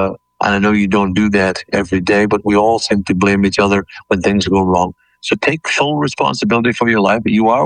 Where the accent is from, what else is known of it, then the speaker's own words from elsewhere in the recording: Ireland; The sickness that I experienced as a child, young man growing up in Ireland, and that of my family forced me to take charge of my own health and my own life. I'm 67.